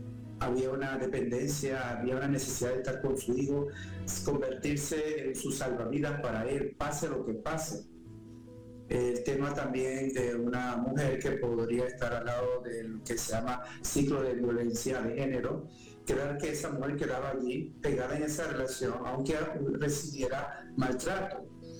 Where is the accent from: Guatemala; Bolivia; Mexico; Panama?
Panama; moved away as an adult; also born or lived in Peru / Puerto Rico; yo como panameño